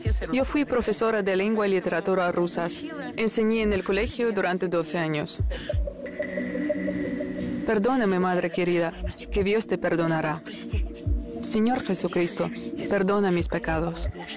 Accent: Khabarovsk, Khabarovsk Krai, Russia; moved away as an adult; now in Nikolaevsk, United States; Soy de Khabarovsk, Rusia.

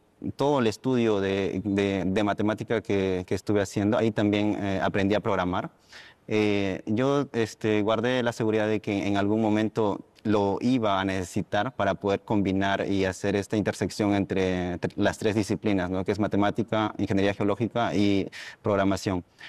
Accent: Peru; me di cuenta de que la minería es un sector bastante importante aquí en el Perú

